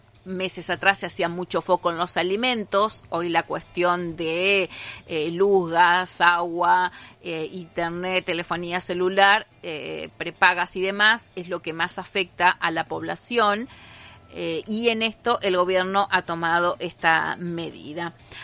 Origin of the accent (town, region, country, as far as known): Argentina